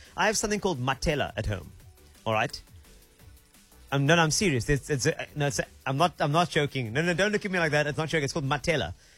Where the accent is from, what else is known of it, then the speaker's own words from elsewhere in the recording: South Africa; South Africa, we will find a place to braai in anything, on anything, anywhere. That's who we are.